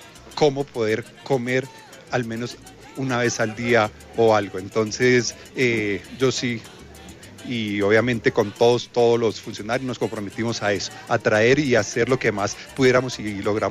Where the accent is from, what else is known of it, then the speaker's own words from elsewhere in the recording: Colombia; todos somos colombianos